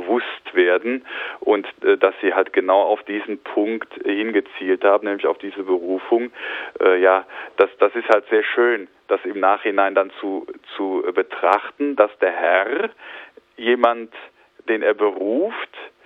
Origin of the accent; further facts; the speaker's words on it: Unkel, Rhineland-Palatinate, Germany; meine erste Kirchenmusikerstelle in der Erzdiözese Köln, also in meiner Heimat, angetreten, in dem Nachbarort von Unkel, wo ich herkomme